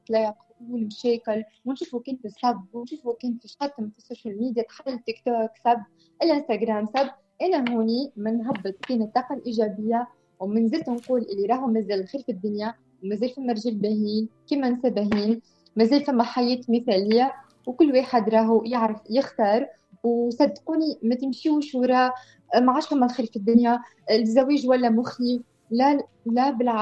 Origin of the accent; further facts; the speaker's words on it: Tunisia; accent: Tunisian dialect; انا كي نحكي لهجه تونسيه، لكن يعني نظفها شويه